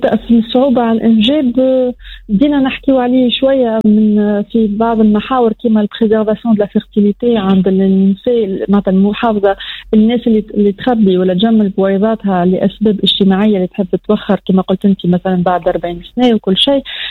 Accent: Tunisia; ربي يحفظ لنا بلادنا تونس

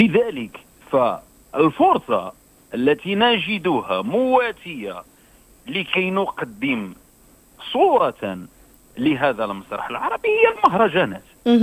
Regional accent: Morocco; عندنا في المغرب

